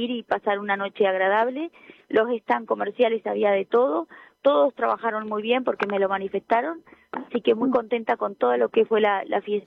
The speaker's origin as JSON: {"language": "Spanish", "town": "Vergara", "region": "Treinta y Tres", "country": "Uruguay", "said": "la gente de mi pueblo, de Vergara"}